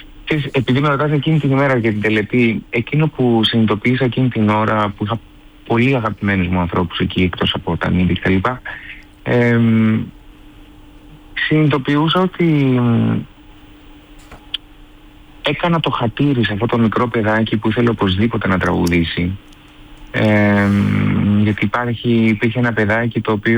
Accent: Greece; also born or lived in France; Είμαι 100% Έλληνας και 100% Γάλλος σε όλες τις εκφάνσεις της ζωής μου.

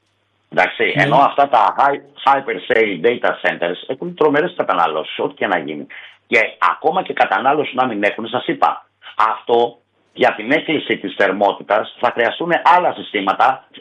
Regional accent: Aliveri, Central Greece, Greece; Λοιπόν, εγώ η καταγωγή μου είναι από το Αλιβέρι της Εύβοιας.

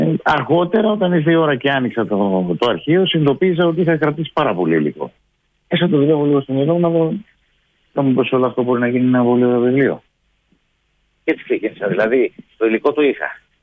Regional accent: Argos, Peloponnese, Greece; moved away; η Καρδιά Αργολίδος και από εκεί κατάγομαι. Εγώ μεγάλωσα στο Άργος

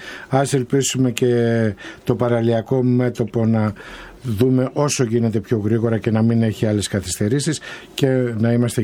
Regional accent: Thessaloniki, Central Macedonia, Greece; Δεν θα ήθελα με τίποτα να ζήσω στην Αθήνα και γι' αυτό επέλεξα ως γέννημα θρέμα να είμαι Θεσσαλονικός.

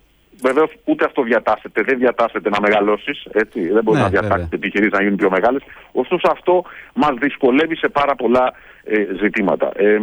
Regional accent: Greece; επειδή είμαστε Έλληνες

